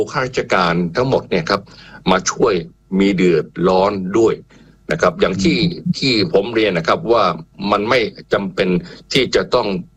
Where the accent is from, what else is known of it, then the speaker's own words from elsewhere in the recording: Bangkok, Thailand; ผมภูมิใจฮะในฐานะคนกรุงเทพ